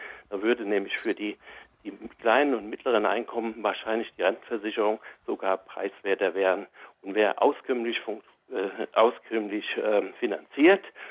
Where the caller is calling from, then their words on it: Taunusstein, Hesse, Germany; Ja, hallo Frau Krüger, ich bin aus Taunusstein.